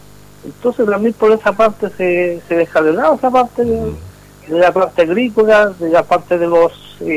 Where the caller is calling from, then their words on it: Chile; como buen chileno